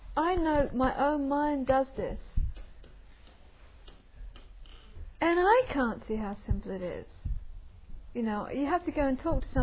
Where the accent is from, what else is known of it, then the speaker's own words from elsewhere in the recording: England, United Kingdom; And being English, so I had kind of interest in this.